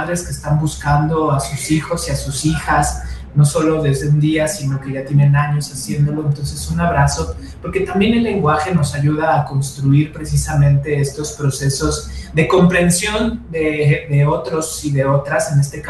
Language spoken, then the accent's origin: Spanish; Mexico; si bien sí en nuestra concepción como mexicanos y mexicanas existe una madre.